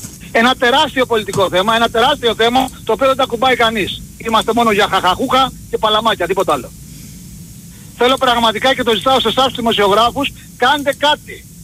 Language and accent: Greek; Chania, Crete, Greece; είμαι από Χανιά.